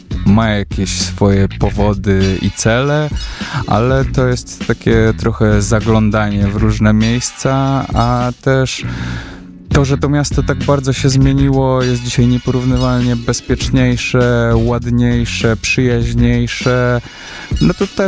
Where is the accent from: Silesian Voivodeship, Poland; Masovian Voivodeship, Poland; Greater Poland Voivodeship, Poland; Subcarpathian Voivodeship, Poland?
Masovian Voivodeship, Poland; Warsaw; born there